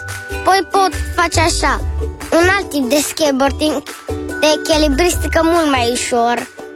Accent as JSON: {"language": "Romanian", "town": "Cluj-Napoca", "region": "Cluj County", "country": "Romania", "said": "am 6 ani, sunt din Cluj."}